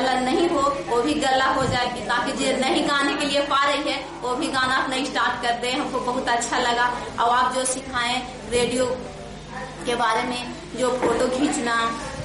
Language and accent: Hindi; Deo, Bihar, India; मैं देव की रहने वाली हूँ